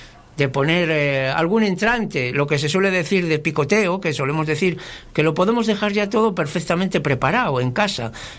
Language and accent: Spanish; Laredo, Cantabria, Spain; Porque la Batalla de Flores, para los que somos de Laredo, no digo en su totalidad, pero en su gran mayoría comemos en casa.